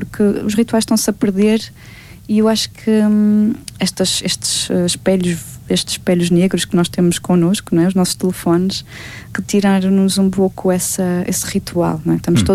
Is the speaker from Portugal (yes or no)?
yes; Vila Real, Norte, Portugal; accent: northern Portuguese; porque em Vila Real, e depois também não vamos esquecer que toda a gente até hoje tentou ao máximo bloquear o facto de falarmos mais a nortenho e mais ao interior.